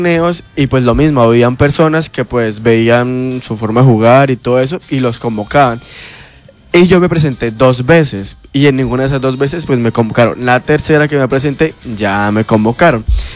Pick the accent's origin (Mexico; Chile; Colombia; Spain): Colombia; Sabana de Torres, Santander; yo soy de Sabana de Torres.